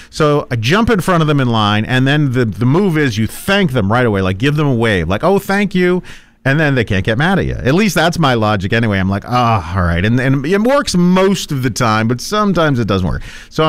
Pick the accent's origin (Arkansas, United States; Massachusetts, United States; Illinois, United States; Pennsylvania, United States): Massachusetts, United States; now in Des Moines, United States; I come from Massachusetts, a land where we drive aggressively.